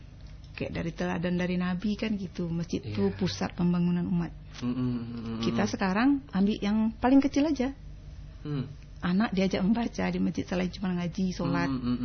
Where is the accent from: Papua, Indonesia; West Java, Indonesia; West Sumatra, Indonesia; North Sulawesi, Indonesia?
West Sumatra, Indonesia; Padang; moved away as an adult; now in Singkil, Indonesia; Umi kalau asalnya asli Umi ini orang Padang.